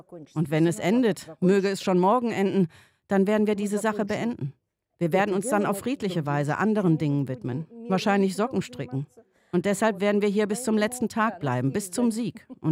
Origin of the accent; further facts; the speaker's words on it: Ukraine; Für mich ist das alles sehr schmerzhaft, denn ich komme selbst aus der Ukraine. Meine Eltern sind dort begraben.